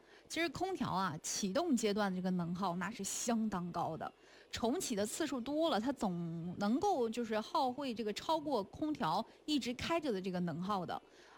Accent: Dalian, Liaoning, China; now in Beijing, China; 但我们家的确就是大连，我老家大连，因为靠近海边，夏天的确得用除湿，

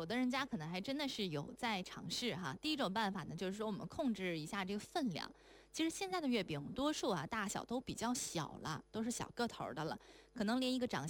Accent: Northeast China, China; moved away; 我是一个地地道道的东北孩子啊，每次呢回老家的时候

